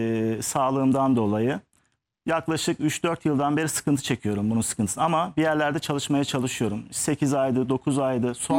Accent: Zonguldak, Turkey; Ben Zonguldaklıyım diye kendileri Hakkari'li.

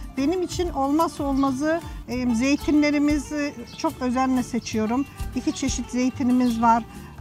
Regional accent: Giresun, Turkey; moved away; Sık memleketime giderim.

